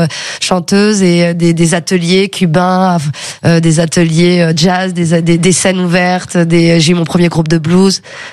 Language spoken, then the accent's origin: French; Nouvelle-Aquitaine, France; born there; also born or lived in Chambray-lès-Tours, Centre-Val de Loire; Je suis née à Chambray-les-Tours et on avait une maison à Maitrey que mon père avait construite avec ses mains. Et j'ai habité là jusqu'à mes 9 ans. Et ensuite, j'ai déménagé en région Aquitaine.